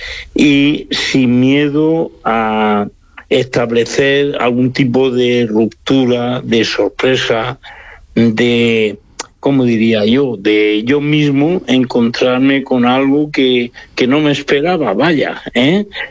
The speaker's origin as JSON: {"language": "Spanish", "town": "Aspe", "region": "Valencian Community", "country": "Spain", "tie": "born there", "said": "Yo nací en Aspe, provincia de Alicante, ¿eh? Y es el interior de Alicante, tirando al sur ya de la provincia."}